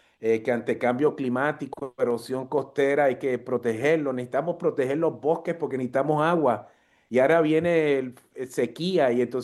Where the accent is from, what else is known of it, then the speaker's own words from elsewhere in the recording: Puerto Rico; Como jíbaros del campo, como puertorriqueños